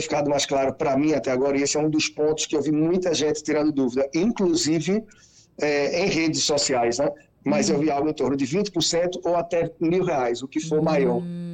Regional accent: Brazil; nós, como brasileiros

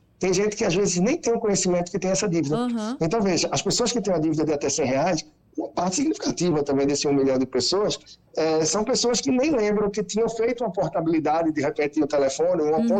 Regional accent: Brazil; nós, como brasileiros

